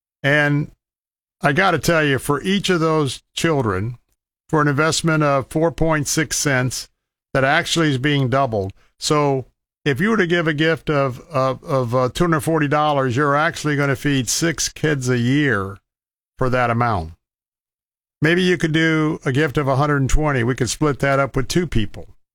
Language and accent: English; Tampa, Florida, United States; born there; And I didn't come from a foreign land. I was born right here in Tampa, Florida